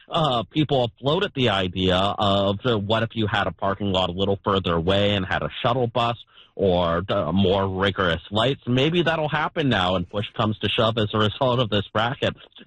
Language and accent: English; Victoria, British Columbia, Canada; It's been open, and I grew up in Victoria, and so the summertime vacations to Tofino